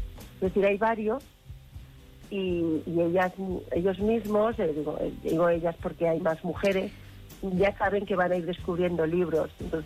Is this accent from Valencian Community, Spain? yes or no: no; Conchel, Aragon, Spain; porque yo soy de Conchel, y yo lo que quería era que en mi pueblo, que es muy pequeñito, de 100 habitantes